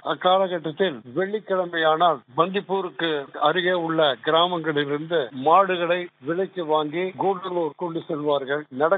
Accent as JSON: {"language": "Tamil", "town": "Thookkanaickenpalayam", "region": "Tamil Nadu", "country": "India", "tie": "born or raised there", "moved": "yes", "lives_now": "Coimbatore, India", "said": "எனது சொந்த ஊர் சத்தியமங்கலத்துக்கு கிழக்கே உள்ள தூக்கணாக்கம்பாளையம் என்னும் ஊராகும். நான் கோயம்புத்தூரில் படித்துவிட்டு கோயம்புத்தூரில் தங்கியுள்ளேன்."}